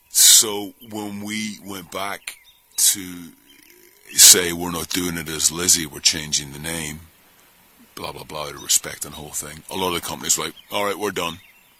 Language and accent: English; Northern Ireland, United Kingdom; certainly in the north, with everything that was going on in my situation